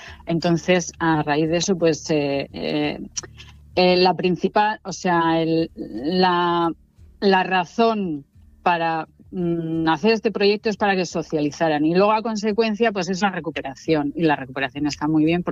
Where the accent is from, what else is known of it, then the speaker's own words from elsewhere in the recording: Piloña, Asturias, Spain; yo soy de Piloña, mi familia es de Piloña